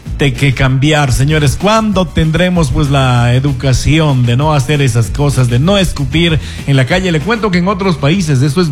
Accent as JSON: {"language": "Spanish", "town": "Cuenca", "region": "Azuay", "country": "Ecuador"}